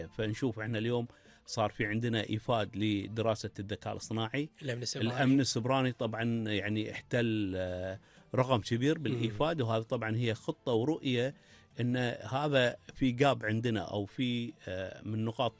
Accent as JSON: {"language": "Arabic", "country": "Kuwait", "said": "وهذا اليوم احنا كمواطنين كويتيين"}